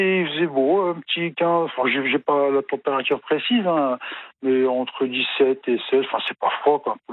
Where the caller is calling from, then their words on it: Pays de la Loire, France; moi je suis sur le Maine-et-Loire